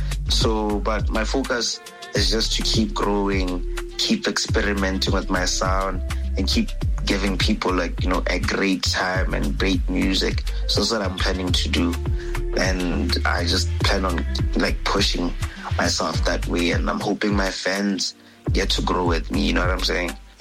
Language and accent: English; Botswana; I'm a Zimbabwean artist who was born and raised in Botswana.